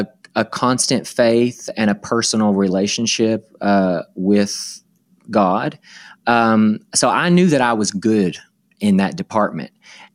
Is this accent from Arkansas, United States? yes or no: yes; Arkansas, United States; I was from Central Arkansas.